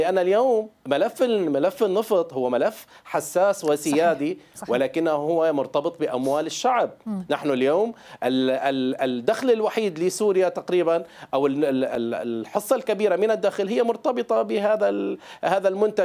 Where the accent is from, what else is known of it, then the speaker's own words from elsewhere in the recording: Syria; أنا كشخص سوري